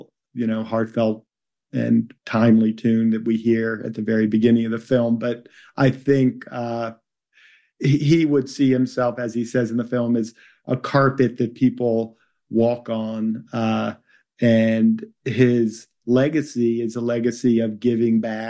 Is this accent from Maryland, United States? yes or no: yes; Baltimore, Maryland, United States; moved away as an adult; now in Durham, United States; So I'm actually from Baltimore.